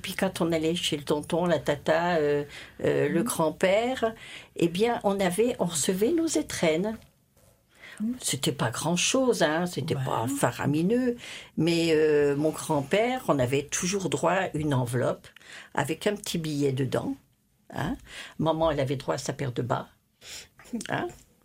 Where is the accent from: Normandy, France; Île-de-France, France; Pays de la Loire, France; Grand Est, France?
Grand Est, France; Mais moi, je suis une pure Lorraine.